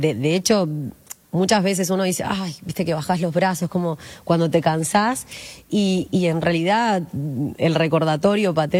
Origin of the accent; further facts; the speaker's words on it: Minas, Lavalleja, Uruguay; Y cuando tenía 18, yo soy de Minas, sí, y siempre estuvo como muy marcada la idea de, bueno, haces el liceo y ahora tenés que estudiar algo